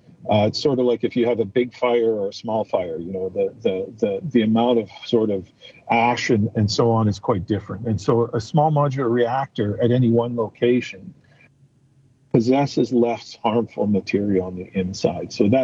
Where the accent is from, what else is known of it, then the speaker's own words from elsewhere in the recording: Canada; one of the things I'm most proud of as a Canadian